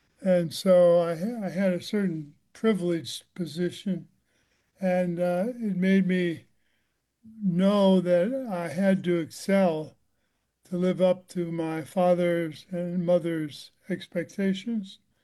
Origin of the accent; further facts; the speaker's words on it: Missouri, United States; moved away as an adult; also born or lived in New Jersey; growing up in small town Missouri was a gift in a way, and it encouraged me to set high goals. I think that the Midwest was, it was faith-based